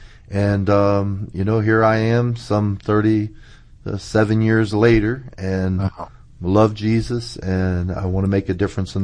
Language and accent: English; Tampa, Florida, United States; I was raised in Tampa. I wound up in the Tampa City Jail.